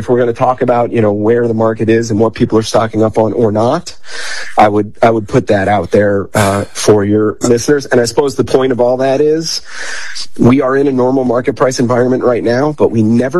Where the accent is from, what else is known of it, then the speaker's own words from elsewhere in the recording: Pennsylvania, United States; I grew up in Pennsylvania, right outside of Philadelphia, and I grew up in a very suburban area, so not like we were going out back and hunting.